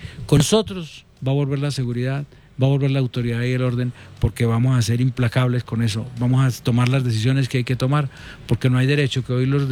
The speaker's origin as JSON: {"language": "Spanish", "town": "Medellín", "region": "Antioquia", "country": "Colombia", "said": "que venía tanto aquí porque yo soy paisa. Sí. Soy de Medellín y he tenido una gran y estrecha vinculación con Manizales."}